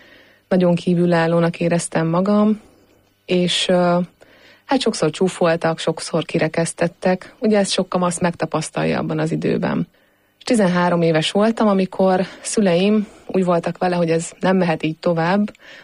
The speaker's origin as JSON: {"language": "Hungarian", "town": "Nagyoroszi", "region": "Nógrád", "country": "Hungary", "tie": "born or raised there", "said": "Én azt szoktam mondani, hogy nem is Pest megyei gyerek vagyok, hanem sokkal inkább Nógrád megyei, hiszen ott nőttem fel egy kis faluban, amit Nagy Orosinak hívnak."}